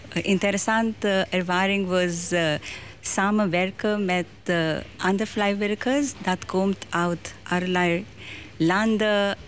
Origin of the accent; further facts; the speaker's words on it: India; Dutch is a second language; moved away as an adult; now in Netherlands; Ik kom uit India